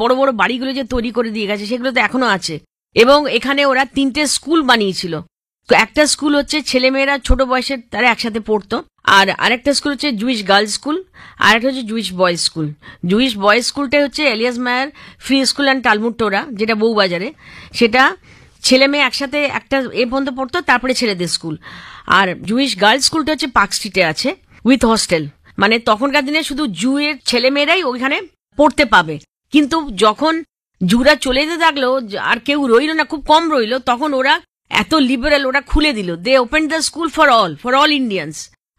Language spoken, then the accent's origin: Bangla; India; আমি যেহেতু ভারতীয় তো আমাকে ডেকেছিলেন এই ব্যাপারে একটু মানে ওখানে একটা লেকচার দিতে